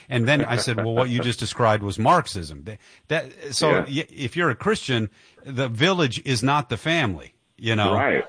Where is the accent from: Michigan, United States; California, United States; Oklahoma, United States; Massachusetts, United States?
Michigan, United States; Detroit; I grew up in Detroit, sir.